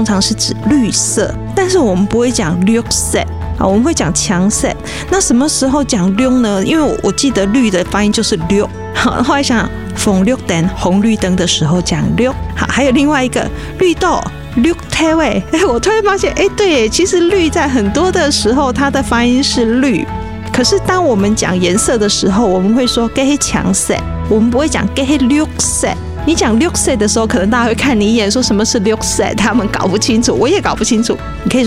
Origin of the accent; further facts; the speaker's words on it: Taiwan; 然后我们台湾人最喜欢那个像一个豆点一样 no 那个才能作为形容词